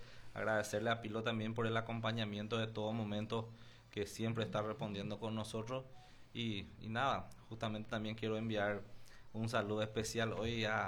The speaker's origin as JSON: {"language": "Spanish", "town": "Villarrica", "region": "Guairá", "country": "Paraguay", "said": "como soy de San Miguel, uh-huh, y frontera de Uraroví."}